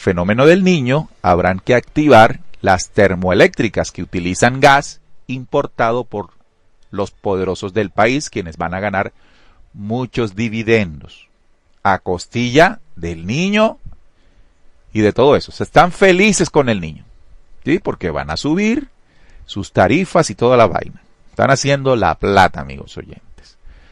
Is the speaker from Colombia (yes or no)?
yes; Caribbean coast, Colombia; de que los costeños no siguiéramos pagando tarifas tan caras